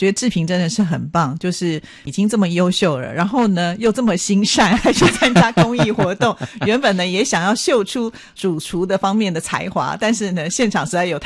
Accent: Taiwan

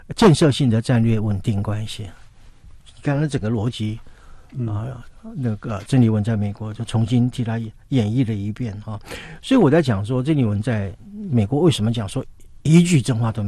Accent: Taiwan; 我们台湾人很善良了，所以一听到就习近平对他有善意

